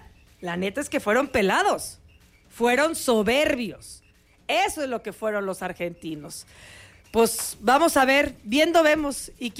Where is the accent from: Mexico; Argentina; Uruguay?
Mexico; no me emocionaba más como aficionado al fútbol y como mexicano sí sentía bonito cómo celebraban.